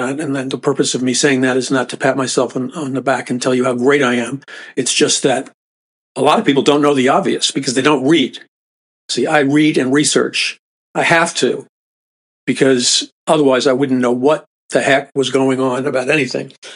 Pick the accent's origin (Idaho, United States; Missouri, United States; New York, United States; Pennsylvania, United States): New York, United States; New York City; I remember growing up in New York City, people talk very straight, a lot of people are turned off, but you know, I can't do anything about that. That's where I was raised.